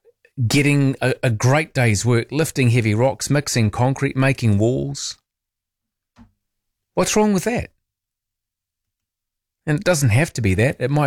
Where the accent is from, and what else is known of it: Masterton, Wellington, New Zealand; born or raised there